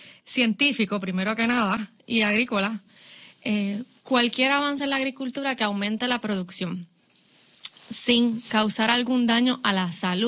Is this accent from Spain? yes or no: no; Puerto Rico; antes de todo somos agricultores y puertorriqueños